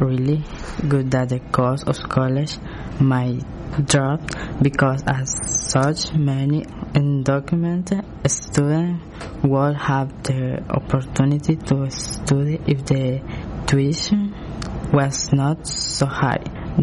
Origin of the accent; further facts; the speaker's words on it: El Salvador; soy de El Salvador, tengo 17 años.